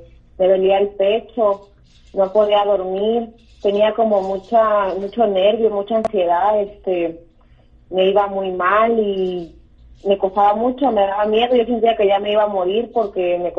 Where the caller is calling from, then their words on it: McKinney, Texas, United States; De Makini.